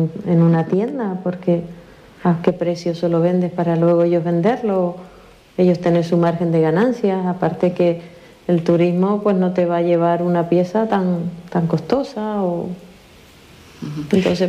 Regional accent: Icod de los Vinos, Canary Islands, Spain; Ayuntamiento de Ico de los Vinos, de donde soy yo, el poco apoyo

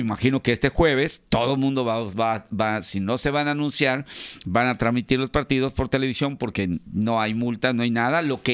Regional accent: Mexico; Somos los únicos mexicanos que nos encomendamos al Chapulín Colorado.

